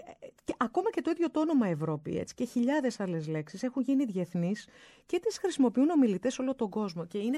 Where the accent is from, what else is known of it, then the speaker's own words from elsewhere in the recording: Greece; Το καμαρώνουμε αυτό ως Έλληνες.